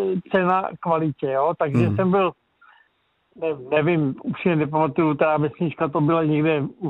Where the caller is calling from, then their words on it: Ústí nad Labem, Ústí nad Labem Region, Czechia; já jsem z Ústí